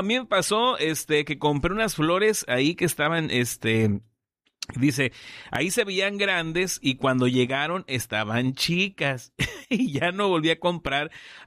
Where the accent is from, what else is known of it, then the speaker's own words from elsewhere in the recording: Mexico; ya ven cómo somos los mexicanos